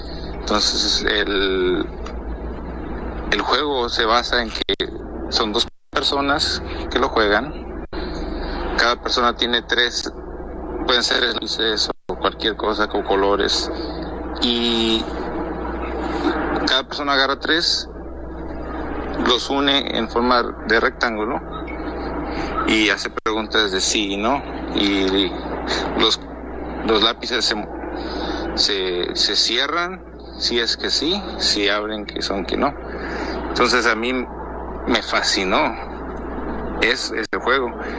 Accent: Morelos, Mexico; now in Arizona, United States; soy de Arizona, originalmente de Morelos.

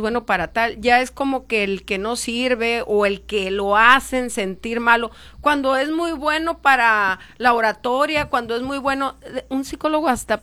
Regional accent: Mexico; ¿Y qué nos está pasando como sociedad mexicana?

